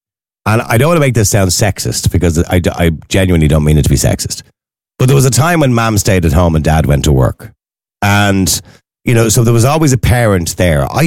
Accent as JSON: {"language": "English", "town": "Dublin", "region": "Leinster", "country": "Ireland", "said": "I'm from Eadmore. Eadmore was a very rough place."}